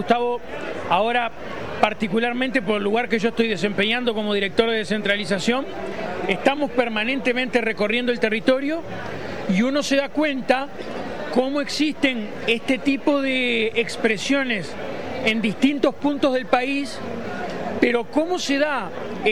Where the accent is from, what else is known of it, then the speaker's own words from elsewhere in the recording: Nueva Helvecia, Colonia, Uruguay; somos oriundos, nacimos y vivimos en Nueva Helvecia, pero no tenemos antecesores suizos